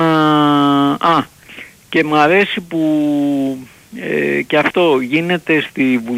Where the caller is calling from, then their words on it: Athens, Attica, Greece; από το Παγκράτη.